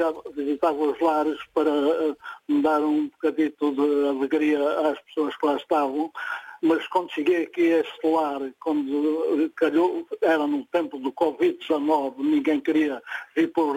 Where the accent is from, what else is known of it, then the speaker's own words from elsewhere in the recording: Alentejo, Portugal; é lá da minha terra também, que eu sou alentejano.